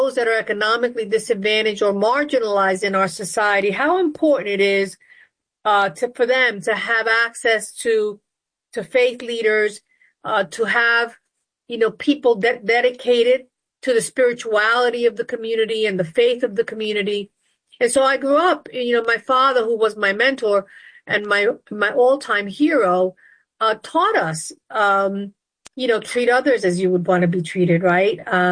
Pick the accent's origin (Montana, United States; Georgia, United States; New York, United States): New York, United States; New York City; also born or lived in Newark, New Jersey; I grew up in the South Bronx. And we lived in the Bronx and commuted to church every day in Harlem. And I grew up during the civil rights movement.